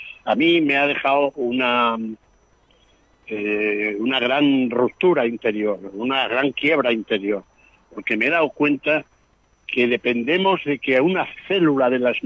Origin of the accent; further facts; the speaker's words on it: Spain; yo soy español, obviamente